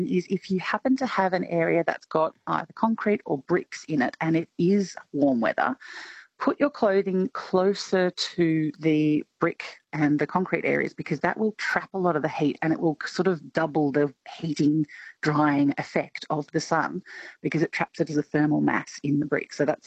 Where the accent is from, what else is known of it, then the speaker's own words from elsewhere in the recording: Victoria, Australia; also born or lived in Queensland; I had to mention I was from Queensland for 30 years but moved back home to Victoria now because of the heat.